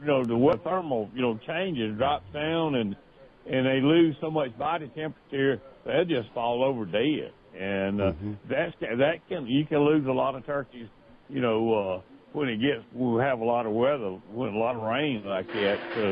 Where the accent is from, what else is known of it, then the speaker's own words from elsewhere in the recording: Connecticut, United States; I was lucky growing up in Connecticut County and a little farm here.